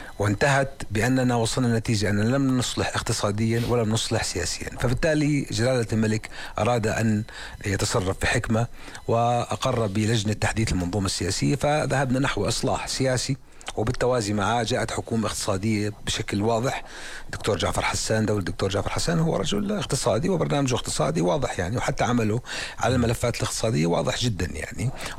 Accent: Zarqa, Zarqa Governorate, Jordan; أنا من الزرقاء

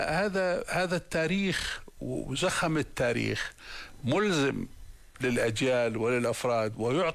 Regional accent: Jordan; إحنا ما في زاوية أو جبل عندنا في الأردن إلا له تاريخ.

